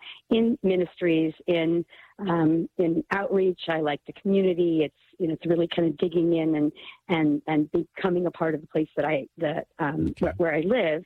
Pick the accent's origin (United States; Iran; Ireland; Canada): Ireland; I'm Irish. I'm Catholic. I've been Catholic forever.